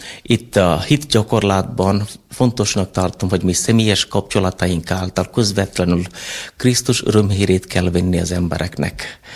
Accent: South India, India; Hungarian is a second language; moved away as an adult; now in Hungary; Dél-Indiából származom, én egy keresztény-katolikus családba születtem.

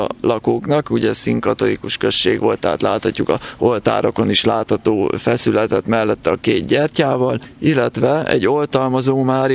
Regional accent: Háromhuta, Borsod-Abaúj-Zemplén, Hungary; also born or lived in Sátoraljaújhely; now in Budapest, Hungary; Hát Sátorújhelyen a kórházban

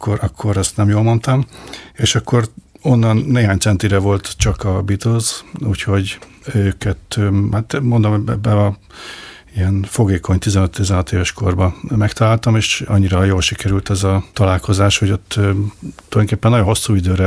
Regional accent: Budapest, Hungary; Budapesten születtem, itt is nőttem föl.

